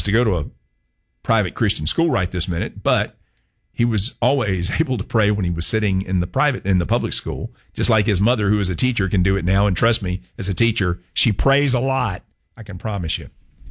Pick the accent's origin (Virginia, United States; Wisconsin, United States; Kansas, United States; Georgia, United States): Georgia, United States; Augusta; But look, I grew up on Washington, I grew up in National Hills. Washington Road was right there.